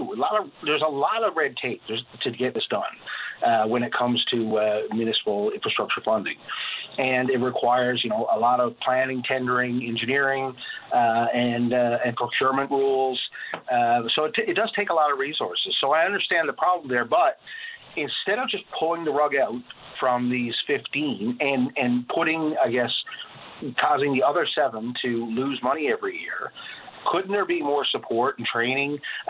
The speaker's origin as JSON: {"language": "English", "town": "Corner Brook", "region": "Newfoundland and Labrador", "country": "Canada", "tie": "born or raised there", "said": "talking to my hometown and in Corner Brook"}